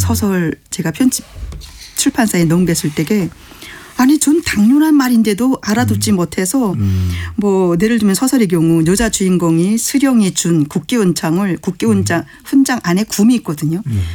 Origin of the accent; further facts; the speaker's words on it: North Korea; now in South Korea; 제가 아무래도 북한 출신 여성으로서